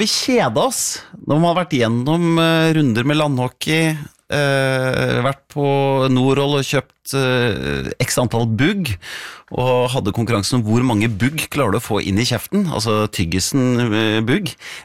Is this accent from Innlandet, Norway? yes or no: yes; Hamar, Innlandet, Norway; Husker jeg satt i løybenken hjemme på Hamar.